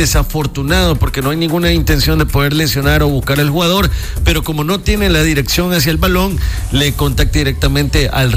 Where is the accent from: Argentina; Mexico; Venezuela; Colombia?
Mexico; Monterrey, Nuevo León; En mi ciudad natal.